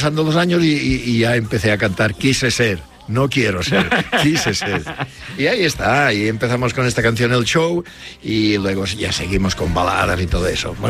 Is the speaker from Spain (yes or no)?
yes; Santa Maria del Camí, Balearic Islands, Spain; born there; Sí, nací en un pueblo de Mallorca llamado Santamaría del Camí.